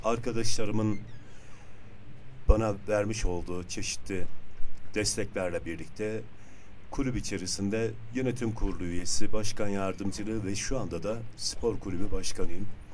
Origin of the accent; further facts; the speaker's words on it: Sivas, Turkey; 1965 Sivas merkez doğumluyum. İlk orta lise öğrenimini Sivas'ta yaptım.